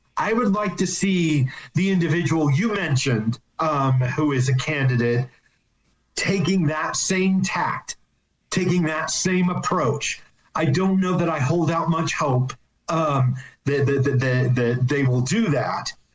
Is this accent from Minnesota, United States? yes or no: yes; Morris, Minnesota, United States; also born or lived in Herman, Minnesota; I was born in Morris, Minnesota. So, West Central, closer to the Dakotas.